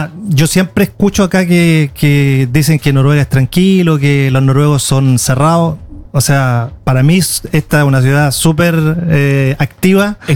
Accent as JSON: {"language": "Spanish", "country": "Chile", "moved": "yes", "lives_now": "Iceland", "said": "personas como yo que me fui desde Chile a Islandia, donde no hablan mi idioma. Entonces yo tuve la oportunidad de en casa seguir hablando español tal cual como yo lo hablaba en Chile"}